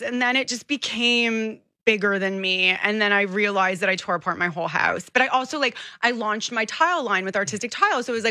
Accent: Toronto, Ontario, Canada; Growing up in Toronto, our weather is so extreme.

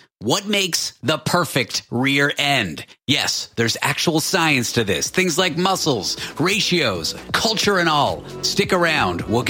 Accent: Canada; now in United States; where I grew up in Canada. These things are protected. Where I live in the U.S. right now, I have my doubts that it would ever work

